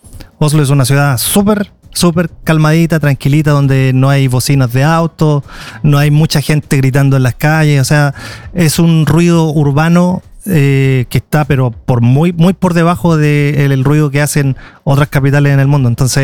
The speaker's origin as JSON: {"language": "Spanish", "country": "Chile", "moved": "yes", "lives_now": "Iceland", "said": "personas como yo que me fui desde Chile a Islandia, donde no hablan mi idioma. Entonces yo tuve la oportunidad de en casa seguir hablando español tal cual como yo lo hablaba en, claro, en Chile"}